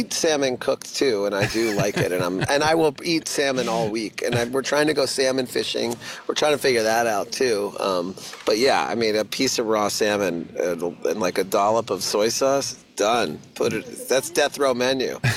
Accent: Dallas, Texas, United States; now in Vermont, United States; Like I said, I grew up in Dallas. I grew up in the, you know, the place where they had the most chain restaurants per capita, you know.

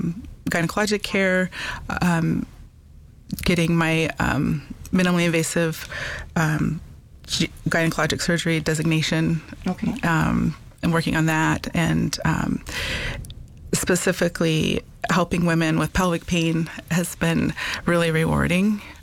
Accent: Montana, United States; I grew up on the Northern Cheyenne Reservation

